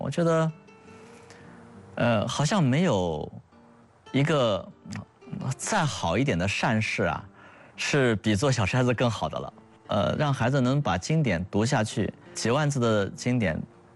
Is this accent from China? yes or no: yes; Hefei, Anhui, China; 我是出生在安徽大学，我是安大子弟